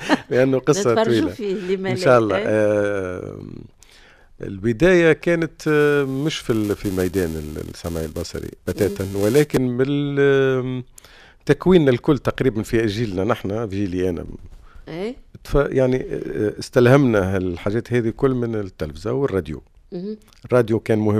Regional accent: El Hamma du Djerid, Tozeur Governorate, Tunisia; احنا نحب القرايه، احنا اولاد الجنوب، انا من حامه الجريد في توزر مغرب، نحب القرايه.

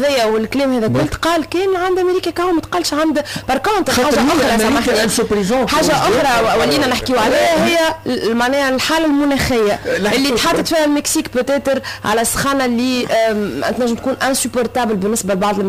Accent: Tunisia; احنا كعرب وكتوانسه

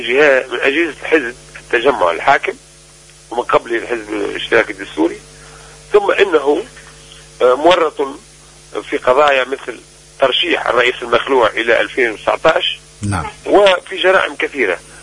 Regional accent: Sidi Bouzid, Tunisia; moved away; وأنني أنا شخصيا من سيدي بوزيد

